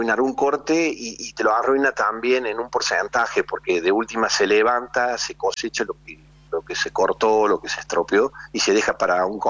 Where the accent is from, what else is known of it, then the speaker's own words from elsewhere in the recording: Córdoba, Argentina; moved away as an adult; now in Río Negro, Argentina; soy de Córdoba.